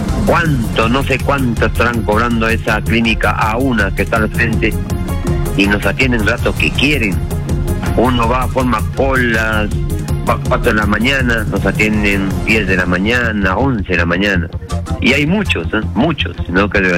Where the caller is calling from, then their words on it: Chota, Cajamarca, Peru; Soy de Chota, pero trabajo en la zona de Cutervo.